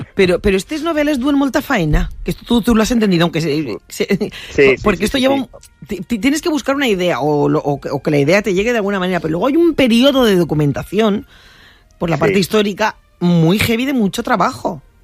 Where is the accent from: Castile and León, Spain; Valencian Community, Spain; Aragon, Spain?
Valencian Community, Spain; Onda; Pero calla, Luis, que has estado en mi pueblo, con tu furgoneta y con todo. Yo, Honda.